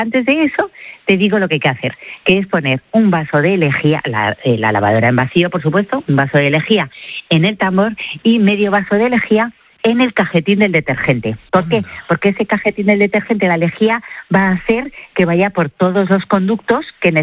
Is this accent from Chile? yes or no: no; Spain; que para eso somos españoles y vamos a tirar a nuestra tierra.